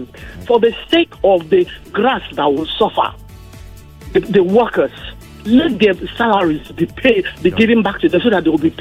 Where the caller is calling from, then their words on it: Lagos, Nigeria; And I'm calling from Surulere.